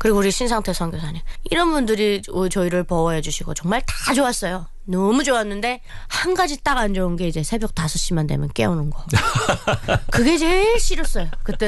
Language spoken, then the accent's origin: Korean; North Korea; now in South Korea; 우리 고향 분들이